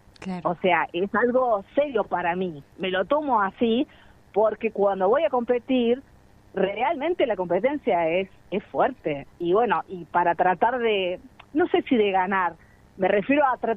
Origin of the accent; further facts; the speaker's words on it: Argentina; esas ganas de expresar que somos argentinos y que todo el mundo nos elogia